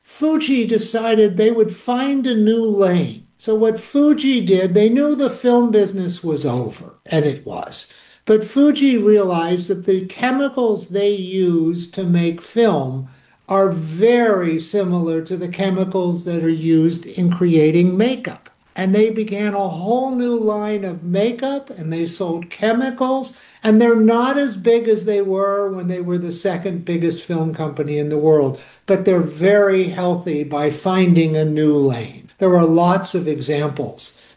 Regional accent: United States; growing up in America

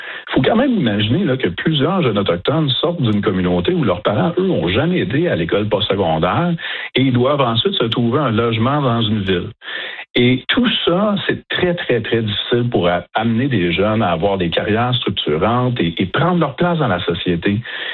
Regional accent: Kanesatake, Quebec, Canada; je viens de Ganesetagé.

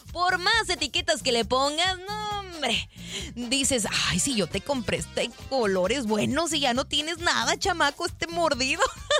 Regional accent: Mexico; Porque como buen mexicano

